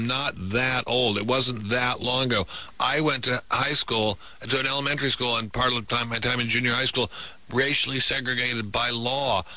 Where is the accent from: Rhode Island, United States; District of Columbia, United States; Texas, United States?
District of Columbia, United States; Washington; When I was a child growing up in Washington, D.C., not Mississippi, not Alabama, Washington, D.C.